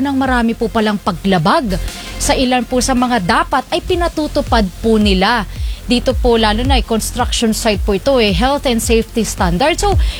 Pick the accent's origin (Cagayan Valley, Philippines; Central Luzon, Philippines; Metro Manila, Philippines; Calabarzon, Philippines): Central Luzon, Philippines; Angeles City; Dito sa Barangay Balibago, Angeles City. Ito'y napaka-personal sa akin, partner. Hometown ko yan. At yung barangay na yan, dyan ako nalalagi.